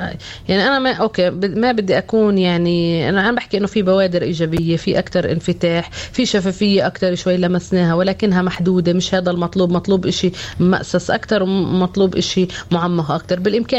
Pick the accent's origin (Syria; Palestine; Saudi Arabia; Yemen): Palestine; إحنا كمجتمع فلسطيني